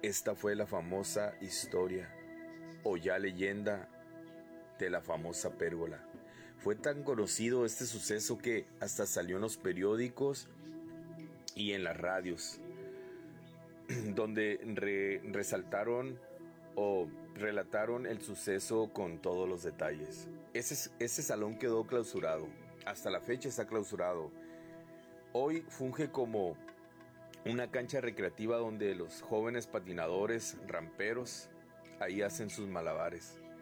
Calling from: Tijuana, Baja California, Mexico; Saludos y bendiciones desde Tijuana

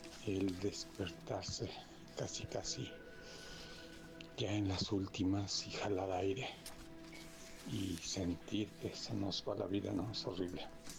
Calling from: Puebla, Mexico; de Puebla.

